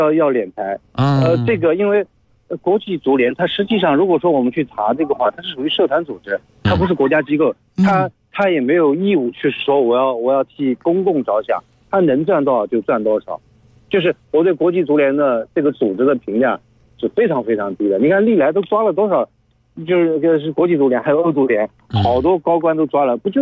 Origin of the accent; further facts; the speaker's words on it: China; 我们中国人还是比较好客的